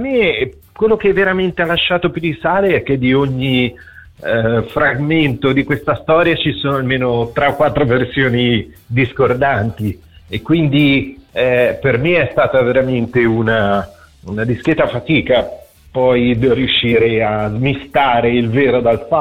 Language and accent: Italian; Genoa, Liguria, Italy; sai, sono di Genova, noi siamo un po' più distaccati, diciamo così.